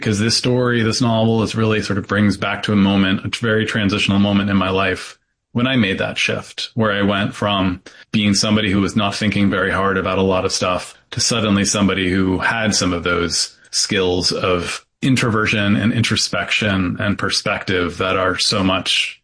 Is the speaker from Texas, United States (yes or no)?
no; New York, United States; I tell them I'm from New York, they get this look in their eyes like they know what that means. And I have to say, no, I'm not from that New York.